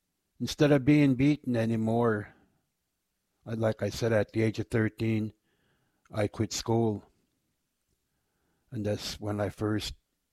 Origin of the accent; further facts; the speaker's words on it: Fredericton, New Brunswick, Canada; I'm born and raised on the St. John River in the city of Fredericton, the province of New Brunswick, Canada, and I lived here all my life on a reservation.